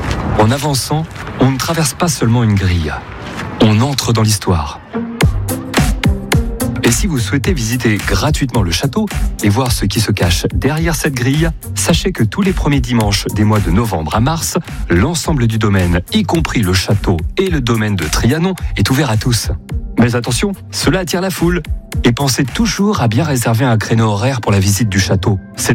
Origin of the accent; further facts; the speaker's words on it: Saumur, Pays de la Loire, France; born there; J'adore la ville de Versailles, peut-être parce que je suis né à Saumur, la capitale du cheval, et qu'à Versailles, on aime aussi cet animal.